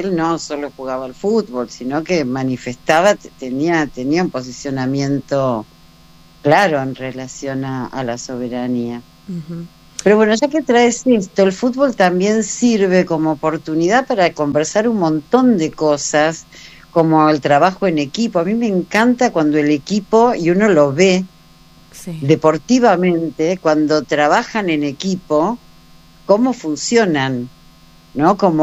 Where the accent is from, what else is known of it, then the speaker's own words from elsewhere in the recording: Argentina; lo que vivimos como argentinos. Yo sí lo viví